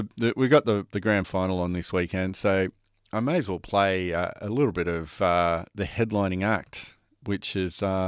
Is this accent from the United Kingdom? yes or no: no; Melbourne, Victoria, Australia; born there; My only sort of real … experience was that I was born in Melbourne, and we lived very close to a show